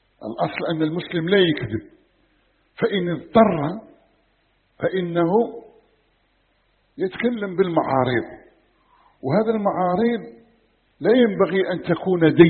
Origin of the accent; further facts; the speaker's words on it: Algeria; سموها عندنا في الجزائر الوعدة، وعدة وهي طقوس الوليمة التي تقام على القباب